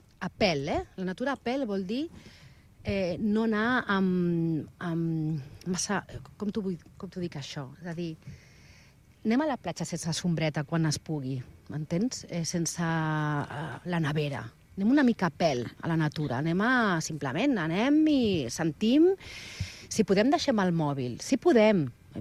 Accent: Barcelona, Catalonia, Spain; now in Altafulla, Spain; Però jo parlo de com a Altafullenca o com a Barcelonina afincada a Altafulla, que és una gran és diferent viure en una ciutat.

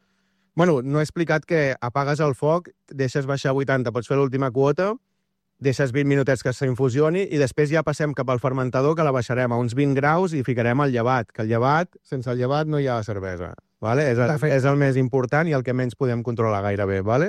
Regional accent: Arenys de Mar, Catalonia, Spain; jo vaig començar muntant una fira de birra al meu poble i...

